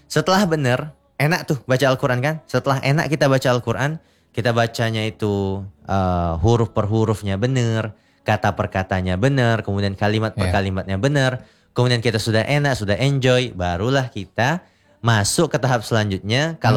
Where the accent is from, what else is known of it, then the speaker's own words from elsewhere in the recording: Rengat, Riau, Indonesia; di kampung kami di Rengat Indragiri Hulu